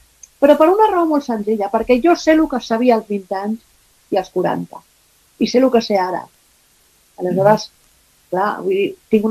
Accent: Barcelona, Catalonia, Spain

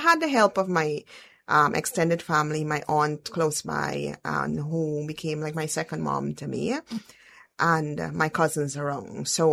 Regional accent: Queenstown, Pomeroon-Supenaam, Guyana; born there; also born or lived in Kapui; I was 12 when I moved. And so that has been my teenage years when I moved to Queenstown away.

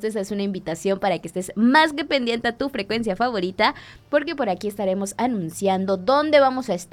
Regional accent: Mexico; con esta actitud mexicana, como buenos mexicanos que nos encanta el despapalle.

